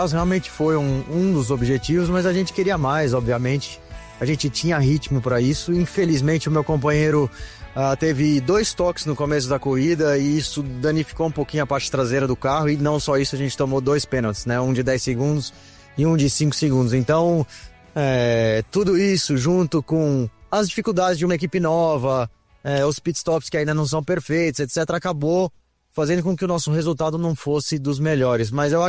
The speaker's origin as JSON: {"language": "Portuguese", "region": "São Paulo", "country": "Brazil", "tie": "born or raised there", "said": "Eu que nasci aqui em São Paulo, tive muitos anos aqui no kartódromo correndo"}